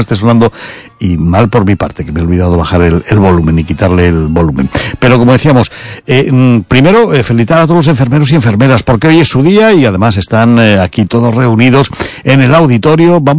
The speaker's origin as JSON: {"language": "Spanish", "country": "Spain", "tie": "born there", "moved": "yes", "lives_now": "Galicia, Spain", "said": "tú como eres castellano no entiendes. Evidentemente, yo nunca voy a decir que soy gallego, aunque me considero ya gallego, llevo aquí más de 30 años y eso, bueno, pues un poquito de gallego se me ha pegado"}